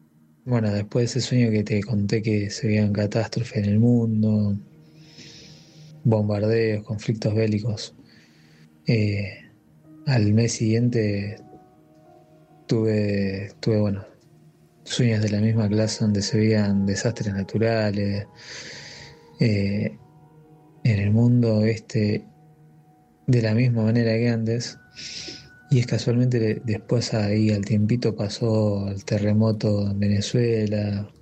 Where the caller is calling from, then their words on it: Rosario, Santa Fe, Argentina; de Rosario.